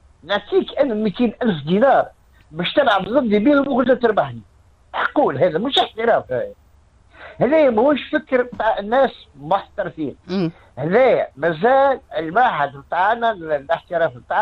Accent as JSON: {"language": "Arabic", "country": "Tunisia"}